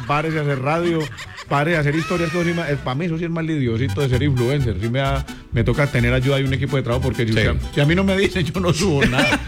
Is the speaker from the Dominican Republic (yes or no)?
no; Colombia; somos colombianos